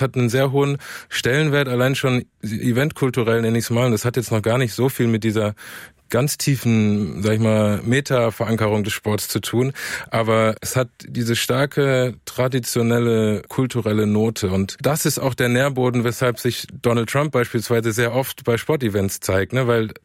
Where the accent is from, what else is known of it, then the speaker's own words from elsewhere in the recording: Pforzheim, Baden-Württemberg, Germany; also ich komme aus Pforzheim.